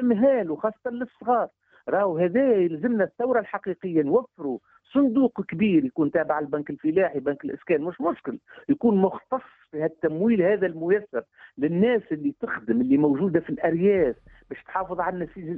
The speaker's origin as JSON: {"language": "Arabic", "country": "Tunisia", "said": "عندنا في تونس"}